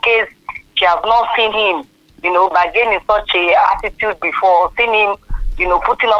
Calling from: Ibadan, Oyo, Nigeria; calling from Ibadan.

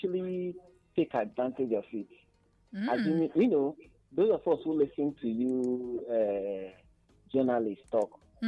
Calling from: Abakaliki, Ebonyi, Nigeria; from Abakaliki.

